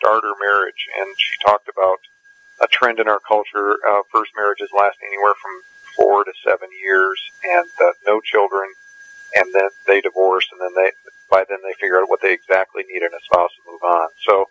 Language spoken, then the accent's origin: English; Toledo, Ohio, United States; I was born and raised in Toledo, Ohio, and was privileged to have a Christian home to grow up in.